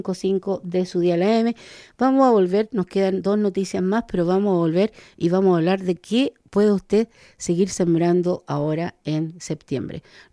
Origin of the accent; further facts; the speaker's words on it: Chile; el gobierno de extrema derecha de casa está utilizando para desalojar a mi pueblo, al pueblo mapuche, de sus tierras recuperadas